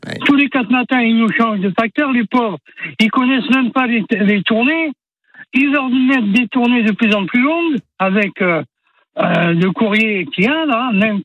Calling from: Carcès, Provence-Alpes-Côte d'Azur, France; je suis à Carcès, là. Et moi j'ai fait le facteur dans les années 66. 67 sur tout le Var.

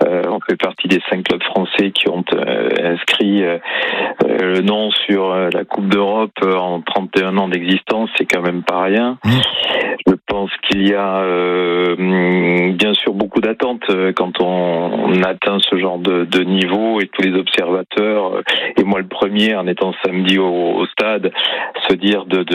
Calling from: Bordeaux, Nouvelle-Aquitaine, France; De Bordeaux.

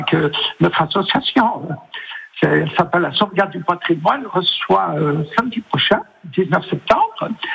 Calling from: Bourgogne-Franche-Comté, France; Ville Pichot. C'est à côté de l'abbaye de Citeaux.

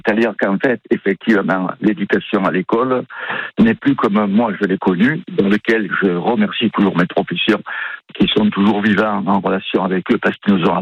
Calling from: France; je suis français, j'adore ma France.

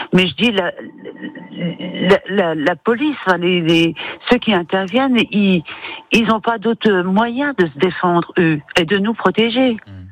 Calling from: Vittel, Grand Est, France; Je suis de Vittel, oui.

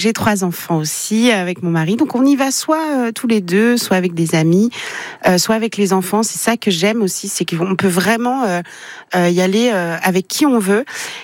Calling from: Auvergne-Rhône-Alpes, France; Je suis savoyarde.

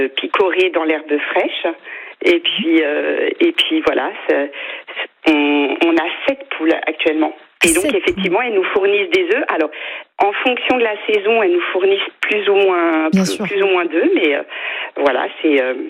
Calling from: Pacé, Brittany, France; On est à Passé.

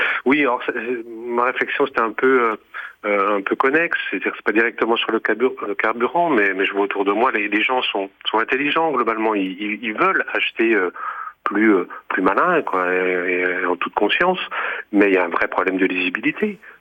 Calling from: Martinique; Oui, je suis en Martinique.

